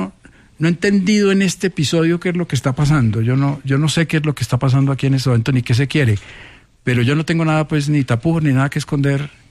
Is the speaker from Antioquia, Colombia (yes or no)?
yes; Medellín, Antioquia, Colombia; Este fin de semana estuve en Medellín, en mi tierra.